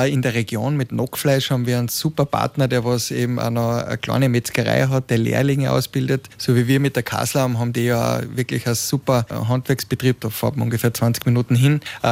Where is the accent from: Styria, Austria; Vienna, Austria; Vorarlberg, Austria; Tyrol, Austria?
Styria, Austria; Also meine Frau ist überhaupt aus Wien. Ich komme aus der Steiermark und wir haben uns ein besonderes Platzerl gesucht und bei uns am Millstätter See gefunden.